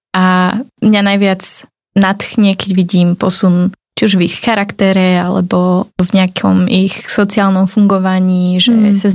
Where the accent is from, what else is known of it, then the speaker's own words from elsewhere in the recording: Bratislava, Bratislava Region, Slovakia; Som pôvodom z Bratislavy